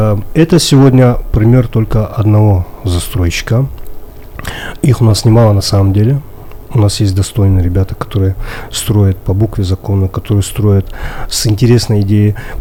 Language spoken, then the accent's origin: Russian; Khasavyurt, Dagestan, Russia; moved away; В прошлом жил, бывших хасавюртовцев не бывает.